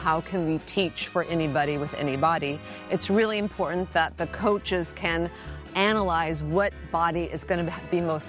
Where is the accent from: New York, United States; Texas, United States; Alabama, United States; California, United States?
California, United States; San Francisco; I grew up in San Francisco and was fortunate enough to have a circus school in my neighborhood.